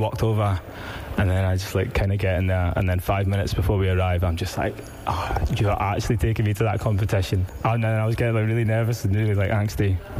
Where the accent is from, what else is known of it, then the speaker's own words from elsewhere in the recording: Scotland, United Kingdom; accent: Scottish; So just so the audience know, I am Indian. You know, in case the Scottish accent was getting anyone. But I'm Indian.